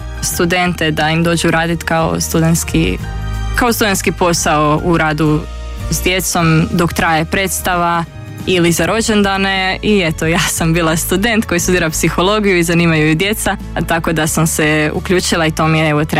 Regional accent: Zagreb, City of Zagreb, Croatia; Da, tata iz Hercegovine, ali sam rođena u Zagrebu.

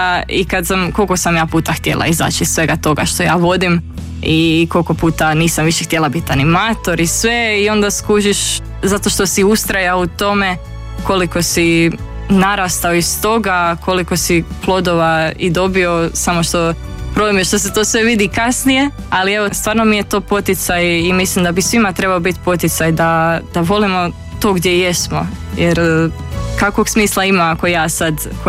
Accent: Zagreb, City of Zagreb, Croatia; born there; Da, tata iz Hercegovine, ali sam rođena u Zagrebu.

